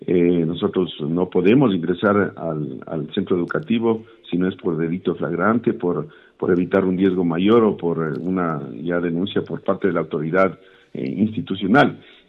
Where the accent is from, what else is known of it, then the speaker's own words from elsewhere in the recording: Ecuador; tenemos que ser conscientes de eso también como ecuatorianos que somos